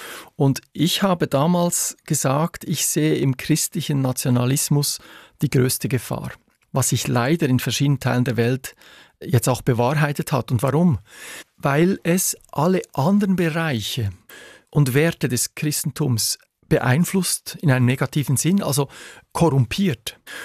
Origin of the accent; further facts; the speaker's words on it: Switzerland; Ich bin ein Patriot, ich bin gerne Schweizer, ich bin stolzer Schweizer, aber das ist nicht das Höchste.